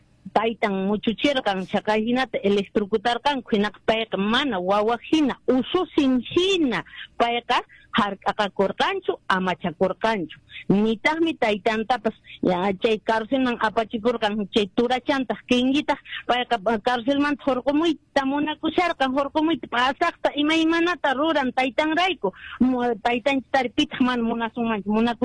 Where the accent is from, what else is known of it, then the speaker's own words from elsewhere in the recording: Puno, Peru; A ver, en quechua lo voy a explicar, señor Hernán, porque yo soy de Puno, entonces yo hablo perfectamente el quechua.